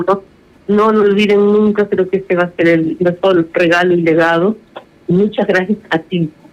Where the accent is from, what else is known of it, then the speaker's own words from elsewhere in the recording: Peru; al pueblo peruano, mi pueblo también